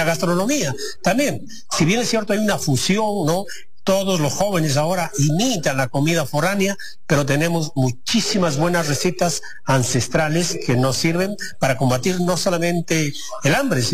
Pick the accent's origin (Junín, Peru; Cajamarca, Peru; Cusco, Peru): Cajamarca, Peru; nuestra región Cajamarca